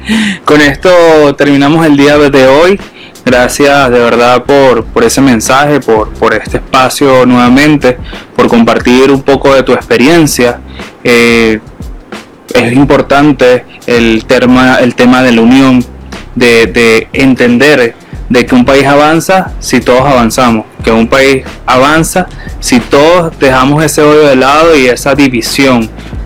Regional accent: Venezuela; como venezolanos nosotros tenemos

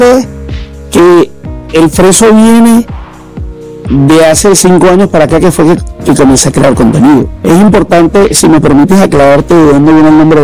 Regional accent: Güiria, Sucre, Venezuela; Soy de un recóndito pueblo llamado Güiria. Le hice Güiria a la costa en vista de que en mi estado, Estado Sucre, hay dos Güiria. Güiria la playa y Güiria la costa.

